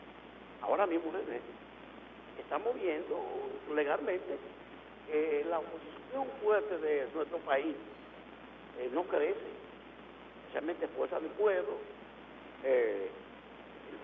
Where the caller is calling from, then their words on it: Dominican Republic